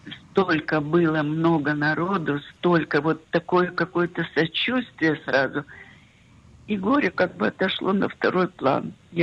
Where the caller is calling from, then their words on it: Israel; Мы находимся в Израиле, мы 30 лет здесь живем